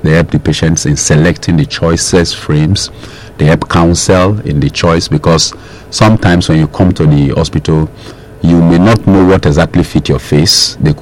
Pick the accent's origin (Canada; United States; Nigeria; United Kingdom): Nigeria